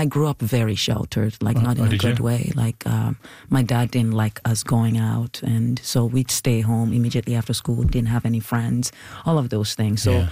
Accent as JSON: {"language": "English", "country": "Nigeria", "accent": "Nigerian", "said": "has always been trying to suppress my Nigerian-ness, my act, because they were complaining about my accent."}